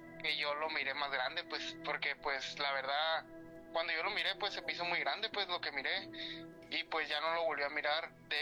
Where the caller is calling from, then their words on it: Sonora, Mexico; De aquí, Sonora.